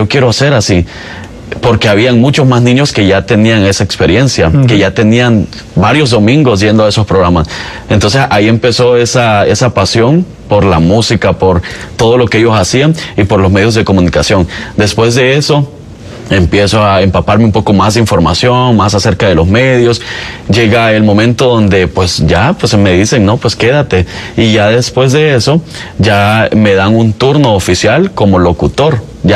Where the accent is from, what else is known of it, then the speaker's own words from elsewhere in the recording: Nueva Concepción, Chalatenango, El Salvador; now in Alabama, United States; Soy originario de la Nueva Concepción, Chalatenango, en El Salvador.